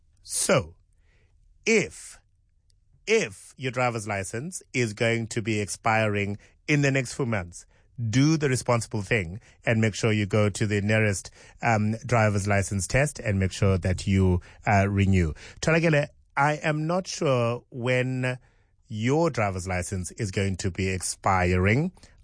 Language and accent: English; South Africa; Out of interest, what is the most annoying thing that we as South African drivers do on the road?